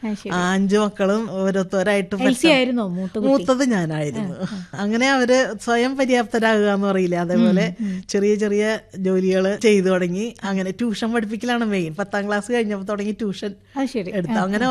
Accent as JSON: {"language": "Malayalam", "town": "North Paravur", "region": "Kerala", "country": "India", "tie": "born or raised there", "said": "എന്റെ സ്ഥലം വടക്കം പറവൂരും. ഇപ്പൊ താമസിക്കുന്ന മന്നം. പെരുവാരത്താണ് എന്റെ ജന്മനാട്, വീട്."}